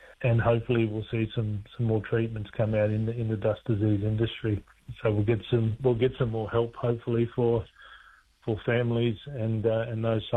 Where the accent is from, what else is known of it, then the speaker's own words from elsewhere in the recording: Moranbah, Queensland, Australia; I grew up in Moranbah, and we would travel to Mackay up to 3 or 4 times a week for soccer, and my dad would coach in Moranbah and Mackay.